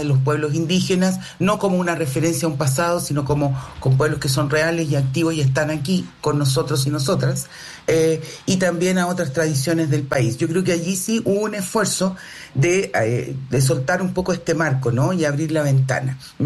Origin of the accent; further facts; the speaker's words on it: northern Chile, Chile; De nuevo voy a remitir a mis raíces nortinas.